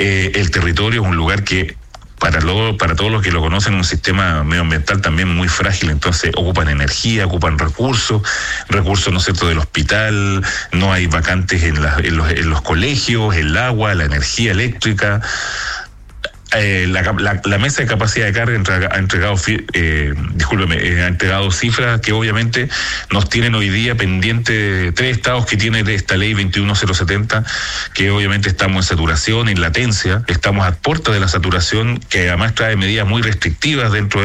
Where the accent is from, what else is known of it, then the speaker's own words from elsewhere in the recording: Rapa Nui, Valparaíso, Chile; era netamente para conseguir un cupo para habilitarse y poder residir en este territorio que es mi tierra de Rapa Nui.